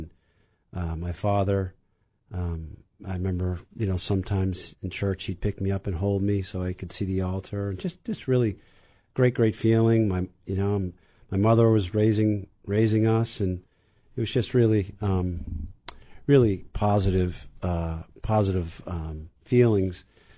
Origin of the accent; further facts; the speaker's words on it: Burlington, Vermont, United States; now in Wellesley, United States; I grew up in Burlington, Vermont.